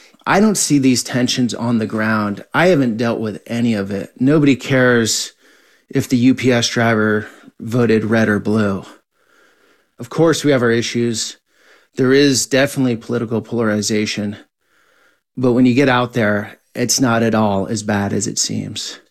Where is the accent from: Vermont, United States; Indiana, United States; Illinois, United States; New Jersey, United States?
Vermont, United States; also born or lived in California; this is a totally different world than where I grew up in Vermont or lived most of my adult life in California